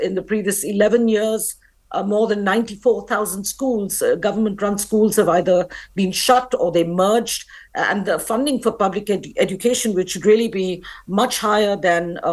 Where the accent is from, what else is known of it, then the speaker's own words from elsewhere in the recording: India; as an Indian commentator